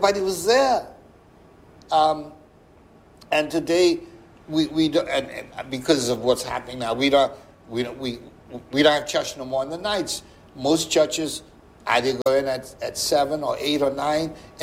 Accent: Cockburn Harbour, South Caicos, Turks & Caicos Islands; I grew up in East Harbor, and when I left school, there were no opportunities there.

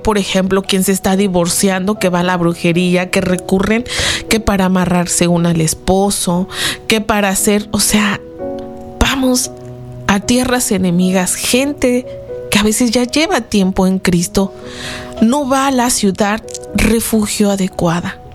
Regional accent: Mexico; moved away; Yo soy de México.

